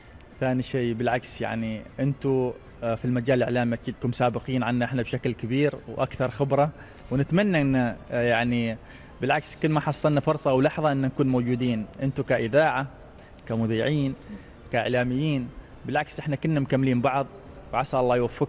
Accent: Oman; إحنا كعمانيين

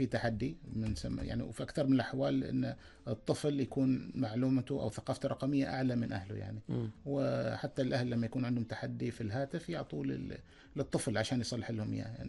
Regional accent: Oman; عندنا في عمان هنا

